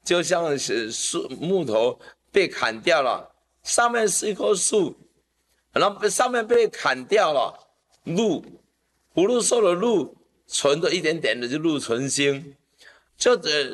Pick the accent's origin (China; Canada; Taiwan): Taiwan; 他们不认识啊，我们台湾人不认识